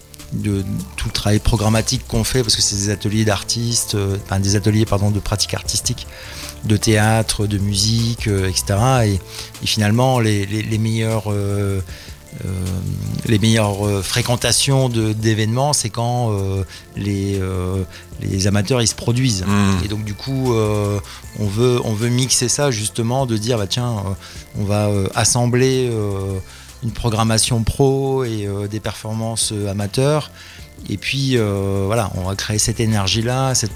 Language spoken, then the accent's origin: French; Hénin-Beaumont, Hauts-de-France, France; born there; même si moi je suis né à Hénin, je suis abonné à Lens